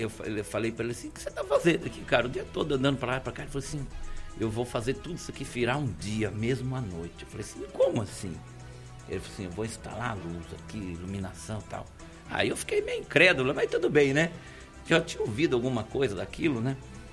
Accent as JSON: {"language": "Portuguese", "town": "Tupi Paulista", "region": "São Paulo", "country": "Brazil", "tie": "born or raised there", "moved": "yes", "said": "eu sou do interior, lá de Tupi Paulista, onde no sítio que eu morava, nem quando eu estudava, com 7, 8 anos, ainda não tinha eletricidade."}